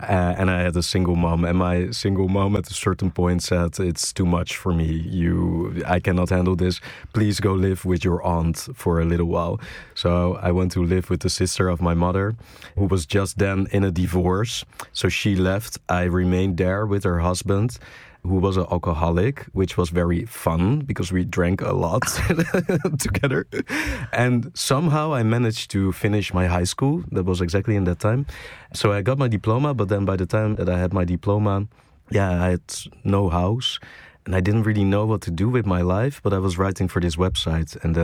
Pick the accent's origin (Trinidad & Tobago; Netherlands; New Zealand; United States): Netherlands; Schiedam, South Holland; I grew up in Schiedam. It's a small village next to Rotterdam. And it's quite gray, all cement and no nature at all.